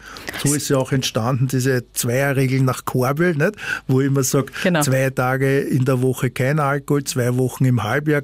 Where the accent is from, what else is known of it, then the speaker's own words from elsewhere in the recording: Vienna, Austria; ich komme aus Grinzing, aus Wien